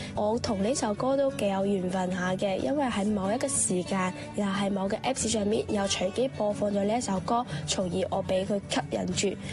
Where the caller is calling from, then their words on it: Macau; 我是来自澳门的